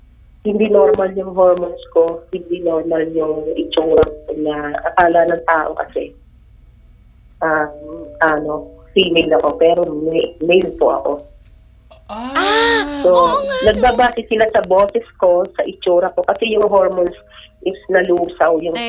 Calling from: Calabarzon, Philippines; ng Laguna.

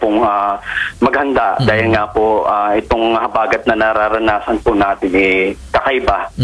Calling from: Meycauayan, Central Luzon, Philippines; dito sa barangay Bangkal, City of Mikawayan.

